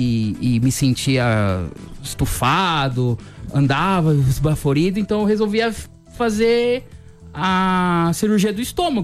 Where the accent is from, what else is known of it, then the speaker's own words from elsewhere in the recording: São Paulo, Brazil; Na verdade, eu sou paulistano, né?